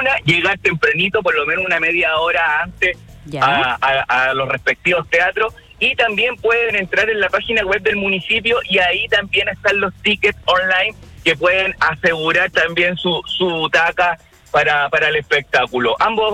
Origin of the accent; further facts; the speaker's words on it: Valparaíso, Chile; la compañía Malabi Circo es oriunda de Valparaíso y nosotros como porteños sentimos una identidad enorme con respecto al circo.